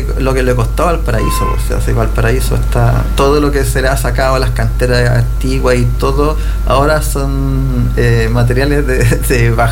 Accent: Buenos Aires, Argentina; Y yo como porteño, mi abuela me decía que yay, por ejemplo, es viento, y marga era oro.

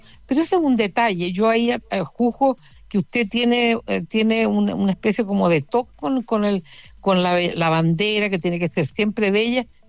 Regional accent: Puerto Montt, Los Lagos, Chile; yo me crié en Puerto Montt y parte de mi vida la viví en Ángel Mo.

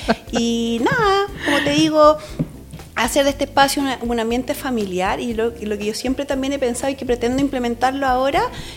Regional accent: San Javier, Maule, Chile; also born or lived in La Calera, Chile; now in Quillota, Chile; Vivo, de San Javier, pero vivo hace muchos años en la zona. Antes vivía en Calera y ahora vivo en Quillota.

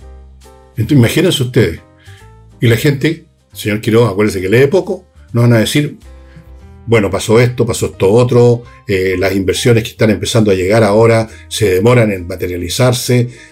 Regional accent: Chile; Todos somos la gente de Chile.

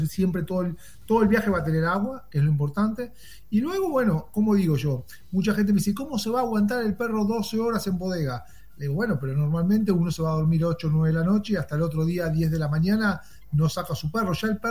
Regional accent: Argentina; now in Miami, United States; Sí, argentino y italiano, tengo doble ciudadanía italiana, pero por una cuestión de placer, todos mis abuelos eran italianos y tengo mucho.

